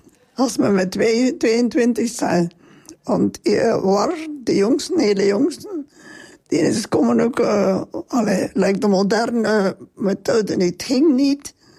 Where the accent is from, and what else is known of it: Halmaal, Flanders, Belgium